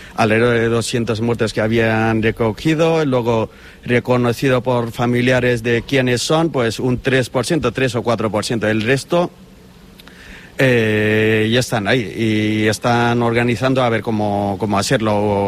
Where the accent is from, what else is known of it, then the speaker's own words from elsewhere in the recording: Bagmati, Nepal; moved away; Sí, yo vivo en Chitwan, porque es parte más llanura